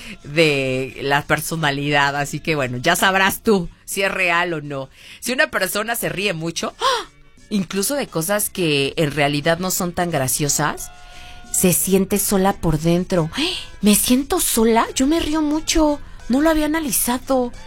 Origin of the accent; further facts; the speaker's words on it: Mexico City, Mexico; born there; Yo soy nacida en la Ciudad de México, pero ¿de dónde soy? No sé, yo soy de todas partes del mundo.